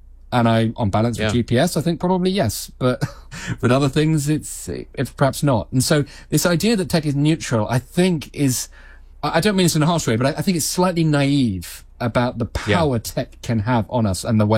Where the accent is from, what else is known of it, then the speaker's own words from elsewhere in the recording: United Kingdom; because I'm British